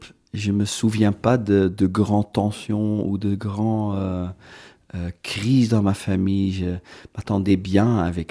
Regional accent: Veldhoven, North Brabant, Netherlands; moved away; moi je suis né à Veldhoven, c'est un petit village à côté de Eindhoven et c'est en Hollande.

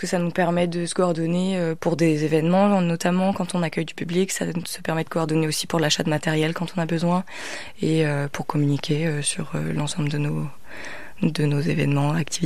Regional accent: Pouldreuzic, Brittany, France; j'ai grandi à Poule-Rosier qui est du coche-truc.

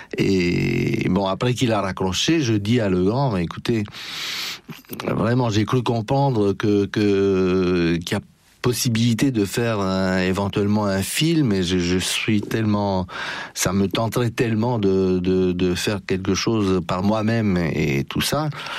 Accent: Bucharest, Romania; French is a second language; moved away as an adult; now in France; Je suis né à Bucarest, voilà, je suis d'origine roumaine, et je suis arrivé en France à 22 ans.

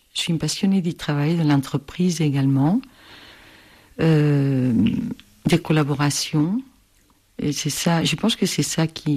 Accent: Barcelona, Catalonia, Spain; now in France; Donc en fait, je suis originaire de Barcelone, j'ai étudié un bac plus 5 en gestion d'entreprise

